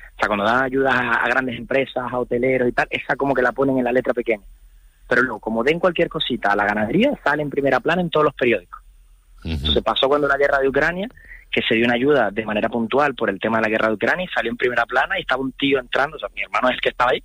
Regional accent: Canary Islands, Spain

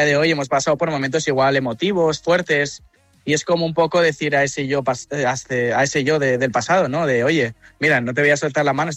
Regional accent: Ibiza, Balearic Islands, Spain; me está recordando mucho a mi tierra, Ibiza.

